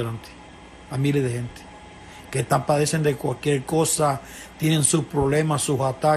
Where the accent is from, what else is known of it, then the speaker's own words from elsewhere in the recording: Cuba; Soy cubano. Llevo muchos años padeciendo de un dolor en mi boca de estómago.